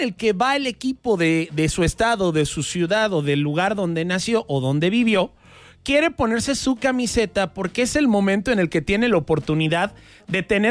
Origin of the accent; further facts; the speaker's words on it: Nezahualcóyotl, State of Mexico, Mexico; tú sabes que le voy a la América, soy de Nesa.